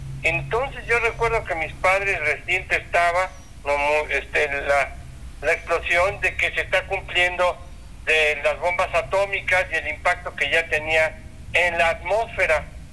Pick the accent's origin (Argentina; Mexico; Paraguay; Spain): Mexico; Toluca, State of Mexico; born there; así mis padres llegaron a Toluca y nacimos nuestros cuatro hermanos.